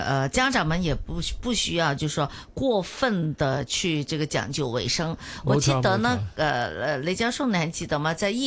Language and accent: Chinese; China; 我在国内长大